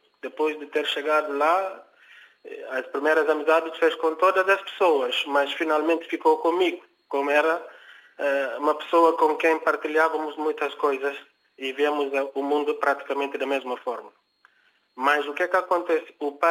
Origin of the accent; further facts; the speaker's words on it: Guinea-Bissau; Quando da nossa infância na Guiné, eu com ele, era um amigo, era um colega